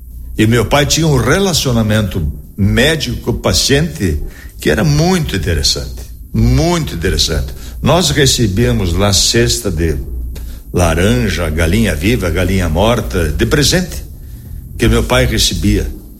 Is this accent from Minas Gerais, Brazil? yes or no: no; Marau, Rio Grande do Sul, Brazil; Maroense. Nasci em Marau no dia 29/11/53.